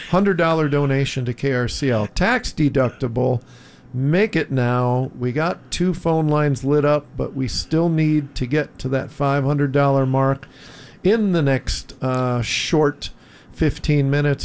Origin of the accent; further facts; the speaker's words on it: Minnesota, United States; I'm from Minnesota, the land of lakes.